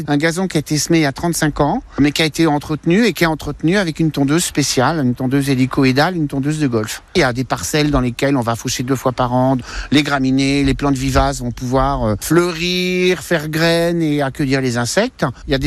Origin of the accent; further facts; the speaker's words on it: Barneville-Carteret, Normandy, France; C'est ce qu'il y a dans les robinets à Barneville, là où j'ai grandi.